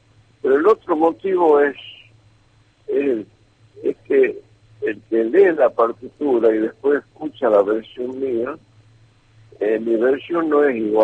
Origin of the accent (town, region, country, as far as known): Argentina; moved away as an adult; also born or lived in São Paulo, Brazil